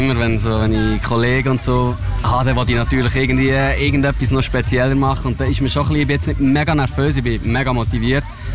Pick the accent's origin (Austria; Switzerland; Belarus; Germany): Switzerland; Genau, ja, also ich sage eben, ich komme von der Schweiz und das ist sicher so meine Heimat